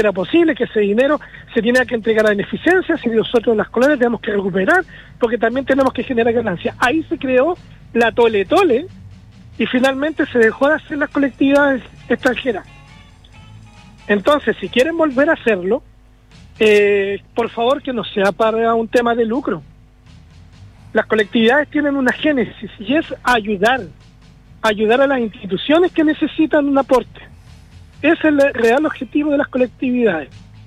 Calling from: Antofagasta, Chile; siendo que soy antofagastino de corazón

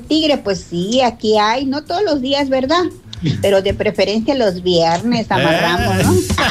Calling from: Hermosillo, Sonora, Mexico; desde acá, desde Hermosillo, Sonora

